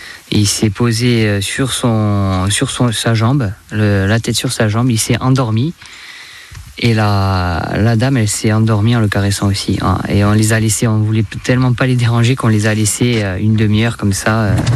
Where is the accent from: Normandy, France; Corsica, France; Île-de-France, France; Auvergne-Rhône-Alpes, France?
Corsica, France; Lumio; moved away as an adult; Je lui dis, mais moi, je suis de Loumio.